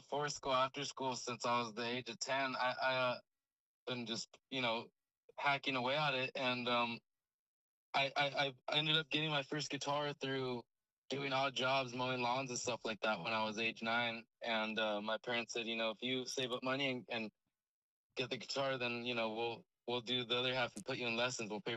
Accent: Fallbrook, California, United States; I'm from Fallbrook, California, which is in San Diego County.

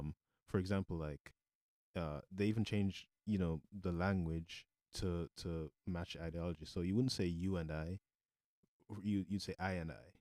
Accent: Jamaica; Obviously, I grew up in Jamaica

